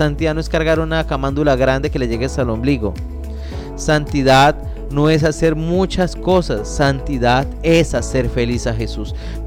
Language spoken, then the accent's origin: Spanish; Colombia